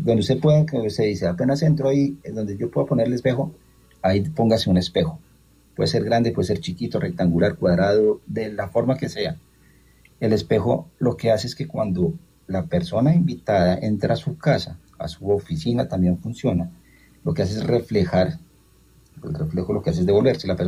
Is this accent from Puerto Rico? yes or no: no; Colombia; somos, no sé, colombianos, latinos